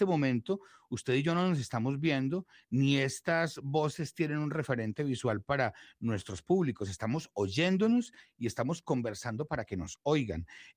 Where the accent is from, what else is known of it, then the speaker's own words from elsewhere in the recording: Colombia; somos tan diversos en todas las regiones que dice uno, yo soy colombiano, sí, pero yo soy caribeño, sí, pero yo soy llanero, claro, pero yo soy paisa.